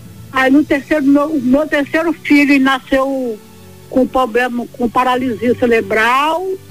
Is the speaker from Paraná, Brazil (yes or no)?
no; Espírito Santo, Brazil; now in Campos dos Goytacazes, Brazil; estado do Rio de Janeiro, mas eu sou natural do Espírito Santo.